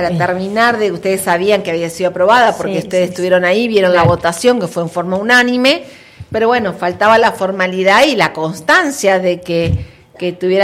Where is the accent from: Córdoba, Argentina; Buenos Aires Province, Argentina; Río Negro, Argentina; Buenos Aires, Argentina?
Río Negro, Argentina; Cipolletti; porque somos argentinos cipoleños